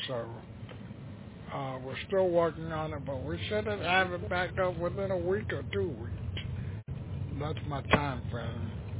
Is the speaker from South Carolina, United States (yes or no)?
yes; Lexington, South Carolina, United States; I am from Lexington, and I don't live there anymore. I live about 40 miles away from it, but I maintain it.